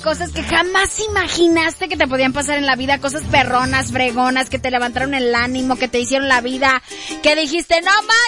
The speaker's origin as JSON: {"language": "Spanish", "country": "Mexico", "said": "¿por qué saben que soy mexicana?"}